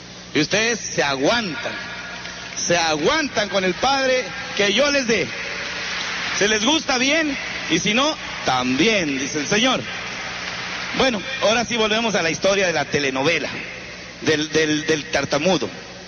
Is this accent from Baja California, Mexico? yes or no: no; Tambaca, San Luis Potosí, Mexico; Ayer en mi comunidad, en mi pueblo, Tambaca, San Luis Potosí, tengo misa